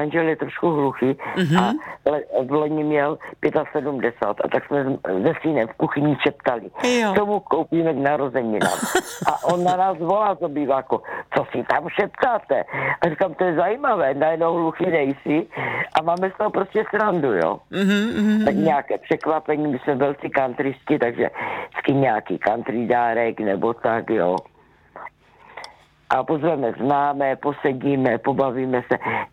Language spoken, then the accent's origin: Czech; Javorník, Olomouc Region, Czechia; U nás v Javorníku se to děje strašně moc